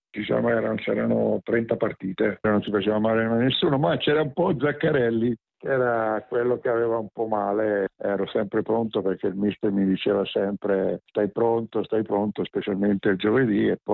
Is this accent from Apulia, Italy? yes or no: no; Tuscany, Italy; Sono originario della provincia di Pisa, mi mettono tutti Siena, ma io no, provincia di Pisa